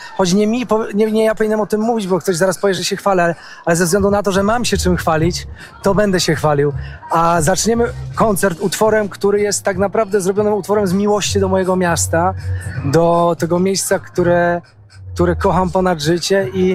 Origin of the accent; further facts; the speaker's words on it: southern Poland, Poland; accent: góral (highlander) / southern; po moim akcencie, nawet pomimo tego, że mówię językiem literackim polskim, od razu będą wiedzieli, skąd jestem. Że jestem jednak gość z południa, a nie z północy.